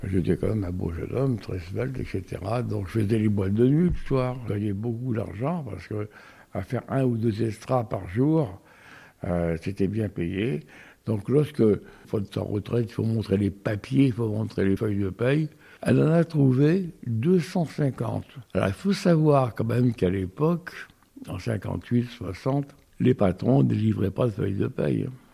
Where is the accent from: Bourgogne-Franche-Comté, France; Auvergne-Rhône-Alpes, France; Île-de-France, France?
Île-de-France, France; moved away as an adult; Ben, nous venons de la région parisienne.